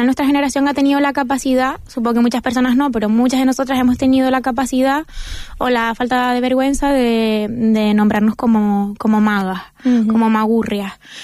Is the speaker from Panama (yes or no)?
no; Canary Islands, Spain; yo soy canaria, también de una zona rural, y hay muchas palabras que tú utilizaste que yo no conocía.